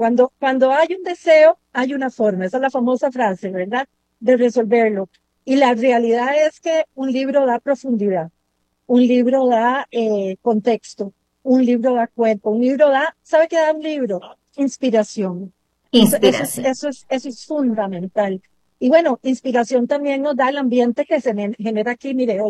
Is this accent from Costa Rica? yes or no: yes; Costa Rica